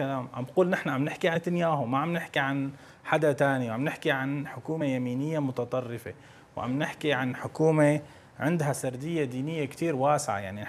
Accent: Syria; تسبب تبعات نحن كسوريين جميعا بغينا عنها. نحن خارجين من حرب 14 سنة مدمرة

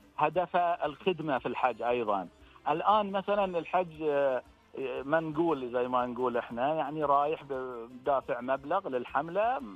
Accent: Al-Ahsa, Eastern Province, Saudi Arabia; عندنا في الأحساء

